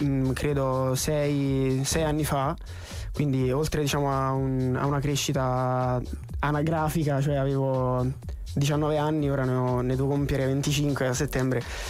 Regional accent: Isernia, Molise, Italy; Beh, diciamo che partire da Isernia, che è una piccola cittadina del Molise

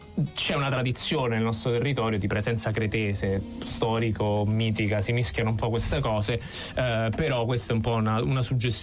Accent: Apulia, Italy

